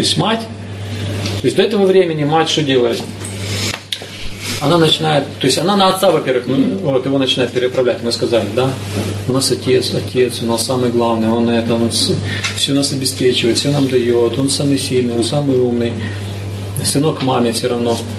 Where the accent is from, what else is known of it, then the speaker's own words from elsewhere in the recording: Chechnya, Russia; До сих пор у цыгане и вот на Востоке, в Чечне в частности, там, откуда я родом, там до сих пор этот принцип учитывается